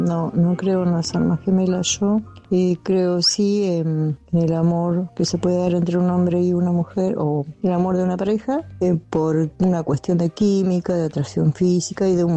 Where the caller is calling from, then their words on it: Trenque Lauquen, Buenos Aires Province, Argentina; de Trenkelauken.